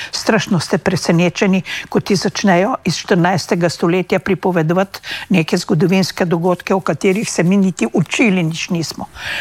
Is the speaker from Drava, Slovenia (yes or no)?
no; Savinja, Slovenia; sama izhajam iz Zgornje Savinjske doline.